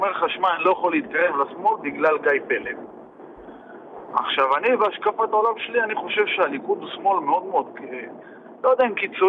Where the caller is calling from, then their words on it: Northern District, Israel; אני ממושב בינמי בגליל המערבי ליד נהריה